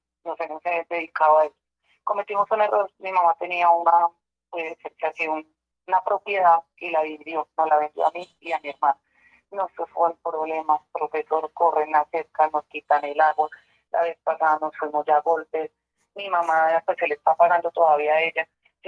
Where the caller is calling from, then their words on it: Garagoa, Boyacá, Colombia; Yo lo estoy llamando de Garagoa, Boyacá.